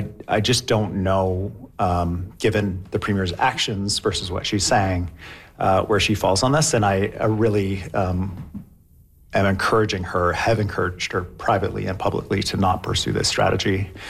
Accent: British Columbia, Canada; And we do that proudly as British Columbians, getting big things done, but also we see our role as facilitating the work we want to do as Canadians, as a whole country.

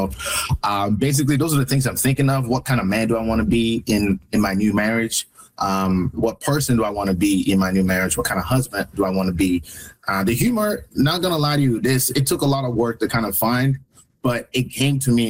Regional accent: Alberta, Canada; now in Vancouver, Canada; growing up in Alberta, it really taught me, I guess, resilience. Because, you know, growing up in the cold weather, we don't really get snow days as often because of how cold it is.

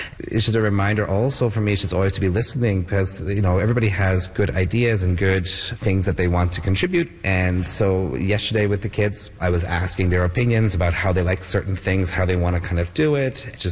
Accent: Newfoundland and Labrador, Canada; And while talking to him, I said I was from Newfoundland.

